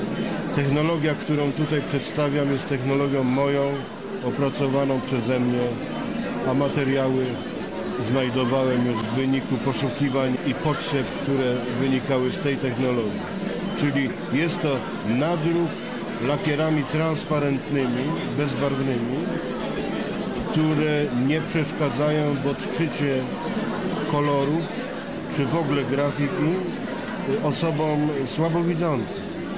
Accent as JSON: {"language": "Polish", "town": "Ostrów Wielkopolski", "region": "Greater Poland Voivodeship", "country": "Poland", "said": "Z Ostrowa Wielkopolskiego."}